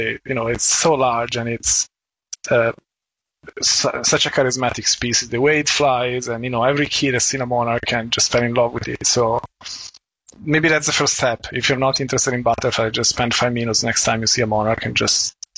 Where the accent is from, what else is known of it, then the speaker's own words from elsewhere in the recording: Italy; now in Canada; I mean, for me, I came from Italy, and the boreal forest is such a wild place, and for us in Europe we don't have that perception of space and nature in such a large scale.